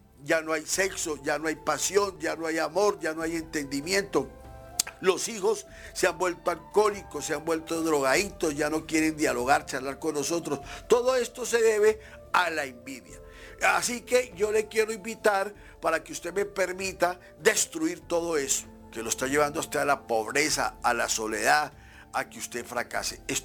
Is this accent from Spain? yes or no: no; Catemaco, Veracruz, Mexico; Yo quiero recordarles que yo vengo de Catemaco, Veracruz, la isla de los monos. Allá me enseñaron desde muy temprana edad a conocer el misterio, el poder y el conocimiento de la Pachamama